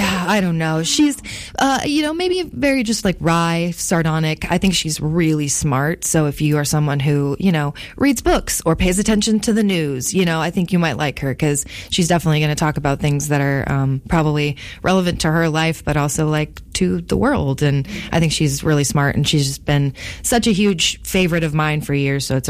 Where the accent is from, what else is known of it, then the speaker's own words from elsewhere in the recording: Florida, United States; also born or lived in Los Angeles; now in Grand Rapids, United States; Yeah, so I'm a Grand Rapids transplant. I'm from Florida originally by way of Los Angeles and have been here about 9 years all told.